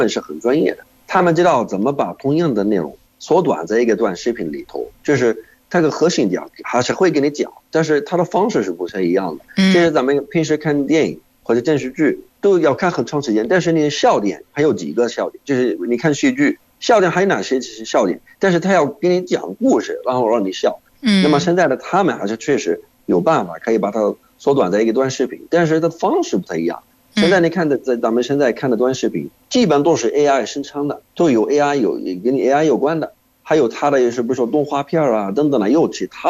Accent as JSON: {"language": "Chinese", "country": "Jordan", "second_language": "Chinese", "said": "我是来自约旦的"}